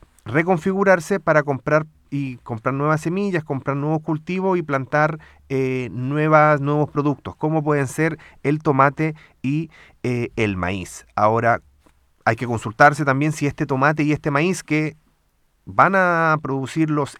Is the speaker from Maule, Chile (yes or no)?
yes; Maule, Chile; si estoy viviendo en el Maule, si nací y me crié en el Maule, evidentemente tengo que consumir productos que sean de mi tierra